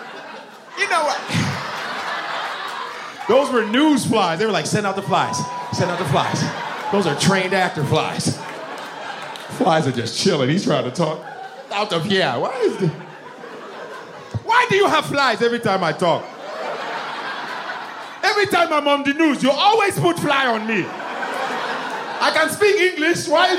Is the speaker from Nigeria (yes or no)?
yes; Nigeria; You know it's a Nigerian because our name comes right off the fucking jersey.